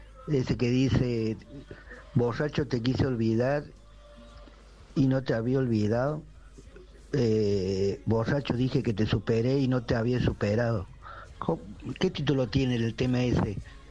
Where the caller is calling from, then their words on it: Alta Gracia, Córdoba, Argentina; de Alta Gracia.